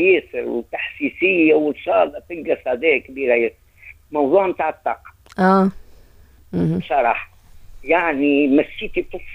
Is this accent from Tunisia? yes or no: yes; Tunisia; نحن عايشين بك الأنابيب اللي تتعدى على تونس